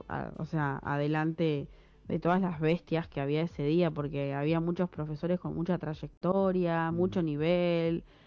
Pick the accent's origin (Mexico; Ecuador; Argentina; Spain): Argentina; Alejandro Korn, Buenos Aires Province; moved away as an adult; now in General Belgrano, Argentina; yo soy de Alejandro Cor, y hace 2 años que me mudé a General Belgrano